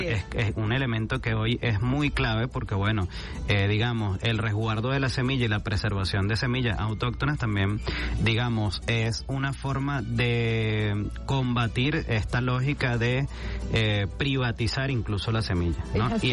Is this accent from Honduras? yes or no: no; Venezuela; nosotros, por supuesto, como venezolanos, venezolanas